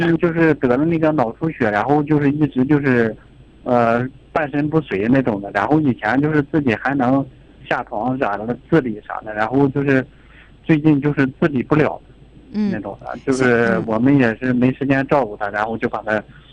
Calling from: Chifeng, Inner Mongolia, China; 是，我是赤峰人。

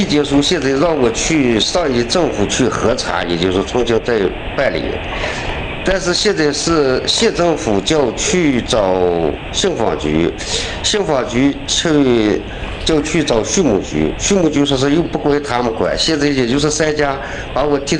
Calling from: Shangdu County, Ulanqab, Inner Mongolia, China; 我是内蒙古邵州县七台镇姚家村的

